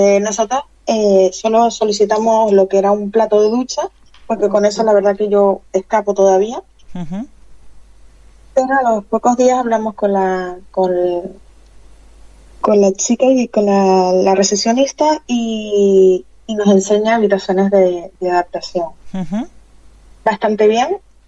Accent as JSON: {"language": "Spanish", "region": "Canary Islands", "country": "Spain", "said": "nosotros como somos canarios"}